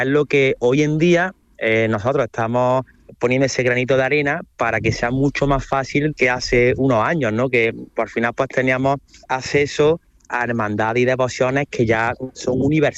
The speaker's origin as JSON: {"language": "Spanish", "town": "Córdoba", "region": "Andalusia", "country": "Spain", "said": "Siendo de Córdoba, pu"}